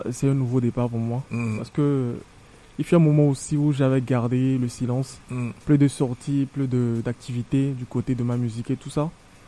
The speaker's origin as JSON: {"language": "French", "country": "Togo", "said": "Sika, déjà, c'est un nom chez nous en Kabyé, ça veut dire l'or."}